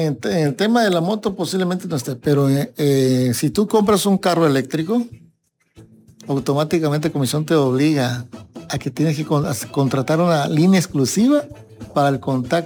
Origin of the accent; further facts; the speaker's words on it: Mexico; now in Tapachula, Mexico; Yo tengo 38 años que llegué a Tapachula porque soy originario de Capetagua.